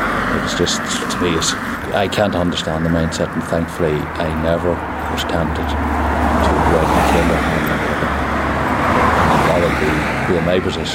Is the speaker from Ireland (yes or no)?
yes; Scotshouse, Ulster, Ireland; now in Lisnaskea, United Kingdom; I was born and reared in the Cavan Monaghan border, but I now live in Lisnaski in County Fermanagh.